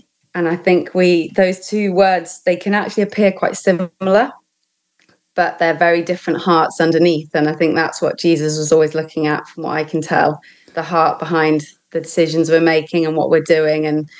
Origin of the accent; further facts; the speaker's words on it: Nottingham, East Midlands, United Kingdom; also born or lived in Cornwall; now in Dunbar, United Kingdom; I'm from about the middle, Nottingham.